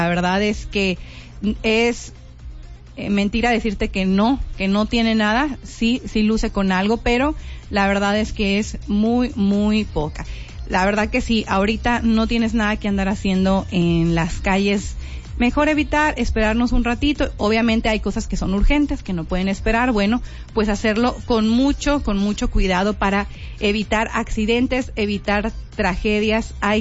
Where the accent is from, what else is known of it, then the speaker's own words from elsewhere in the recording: Piedras Negras, Coahuila, Mexico; Ya sabemos, los que somos de Piedras Negras, cuáles son esos lugares que normalmente suelen inundarse